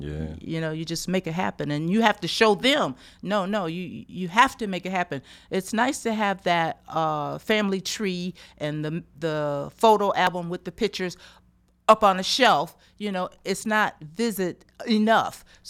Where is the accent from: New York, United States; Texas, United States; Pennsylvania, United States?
New York, United States; Rochester; yes, I'm born and raised here in Rochester, and no, I'm not from Florida. My family's from Florida.